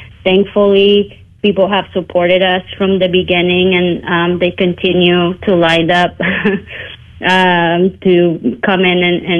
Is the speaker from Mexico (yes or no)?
yes; Ciudad Obregón, Sonora, Mexico; English is a second language; I was born and raised in Ciudad Obregón, Sonora, in Mexico